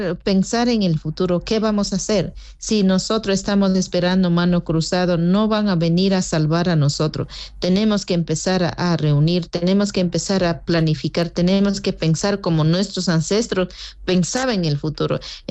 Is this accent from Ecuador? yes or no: yes; Pastaza, Ecuador; Yo soy Huaorani de Pastaza por el sur. Yo siempre escuchaba desde niña hasta adolescencia que el norte de la Amazonía